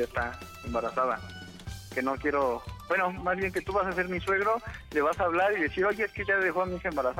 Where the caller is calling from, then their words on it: Metepec, State of Mexico, Mexico; De aquí, de Metepec.